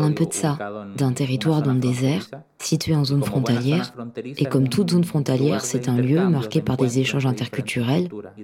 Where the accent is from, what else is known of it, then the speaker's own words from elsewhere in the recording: Arica, Arica y Parinacota, Chile; je viens d'Arica, une ville située à la frontière nord du Chili, partagée avec le Pérou et la Bolivie.